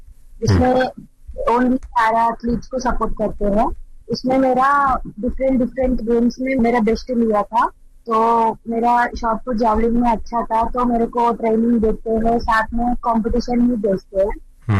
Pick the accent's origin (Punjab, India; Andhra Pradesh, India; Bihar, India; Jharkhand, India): Andhra Pradesh, India; मैं आंध्र प्रदेश से हूँ